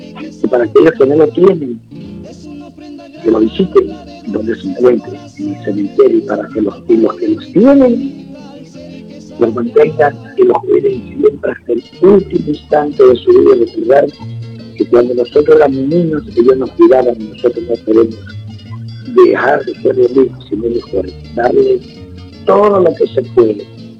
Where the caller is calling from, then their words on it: Esmeraldas, Ecuador; mi tierra, de Esmeralda, de mi poder querido